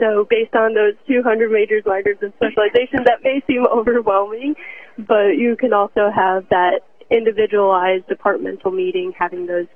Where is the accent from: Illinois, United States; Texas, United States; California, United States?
Illinois, United States; I'm originally from Northern Illinois